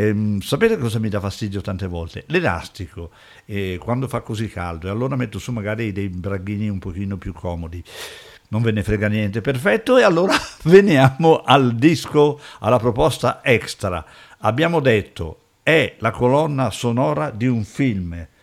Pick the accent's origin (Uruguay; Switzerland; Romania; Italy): Switzerland; moved away; Io vengo dalla Svizzera